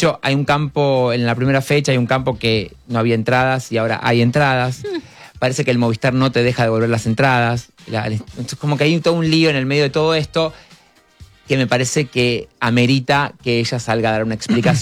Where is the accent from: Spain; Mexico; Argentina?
Argentina